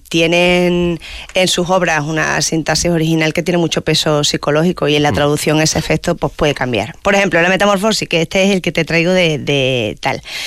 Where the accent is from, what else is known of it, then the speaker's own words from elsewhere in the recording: Extremadura, Spain; accent: Extremaduran; Reivindiquemos desde aquí nuestro acento extremeño, que es muy bonito, con nuestros himnos, nuestras ginas y nuestras cosas.